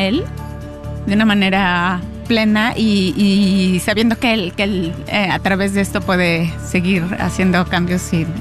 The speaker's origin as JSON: {"language": "Spanish", "region": "Mexico City", "country": "Mexico", "said": "de la Ciudad de México."}